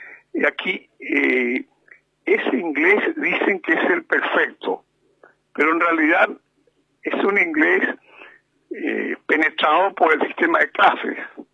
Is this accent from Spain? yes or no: no; Paraguay; nosotros, como paraguayo, digamos, porque yo nunca he abandonado mis raíces, somos supuestamente bilingües.